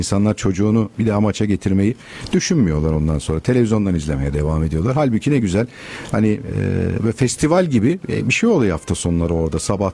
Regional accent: İzmir, Turkey; Hani bir İzmirli olarak onu da söylüyorum.

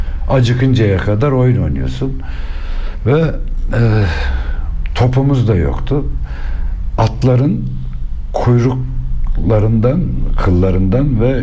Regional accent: Eskişehir, Turkey; 1950 Eskişehir doğumluyum. Eskişehir'e 20 kilometre merkeze bağlı bir köyde doğmuşum. 6 kardeşin en küçüğüyüm ve köyde elektrik yoktu.

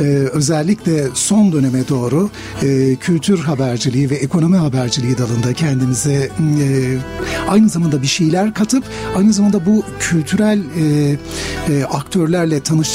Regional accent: Malatya, Turkey; born or raised there; also born or lived in Ankara

